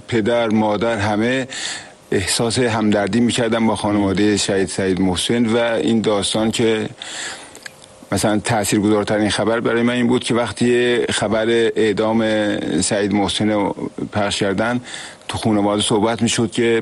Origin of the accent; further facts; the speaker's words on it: Zanjan, Zanjan Province, Iran; من خودم اهل زنجان هستم.